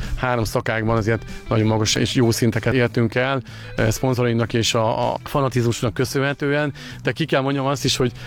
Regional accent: Nyíregyháza, Szabolcs-Szatmár-Bereg, Hungary; Nyíregyháziként ugye ott nem volt jelen nagyon ez a sport, ezért Kecskemétre kellett mennünk a gokart pályára

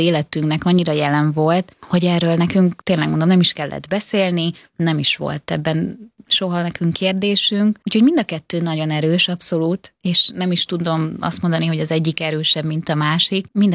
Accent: Hungary; alapvetően magyar vagyok, magyarok vagyunk, mivel itt élünk.

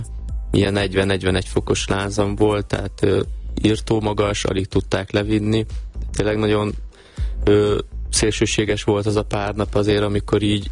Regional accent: Nagyváty, Baranya, Hungary; ugye a apukám maradt otthon a bátyámmal, ugye Pécs mellett, Nagyváton, uh-huh. Ugye szülőfalumba

